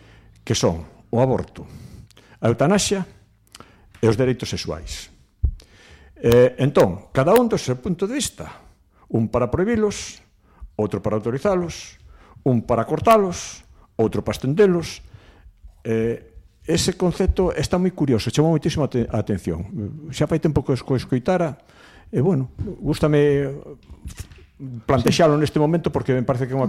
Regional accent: Esmelle, Galicia, Spain; also born or lived in Ferrol; nacín en Ferrol, aínda que me criei en Esmelle, vivo en Esmelle tamén.

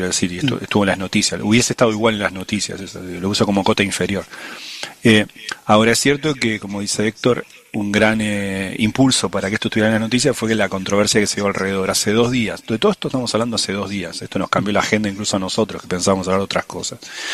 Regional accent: Argentina; yo como argentino uso un solo apellido

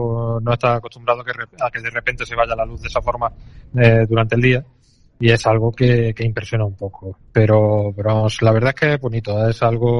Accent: Jaén, Andalusia, Spain; now in Tarragona, Spain; yo que aunque yo sea viva en Tarragona, yo soy de Jaén

